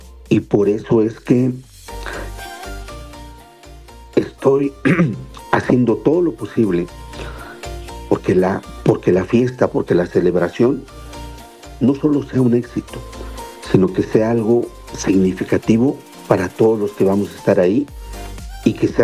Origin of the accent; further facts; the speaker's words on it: Oaxaca, Mexico; qué orgullo saberlo como oaxaqueños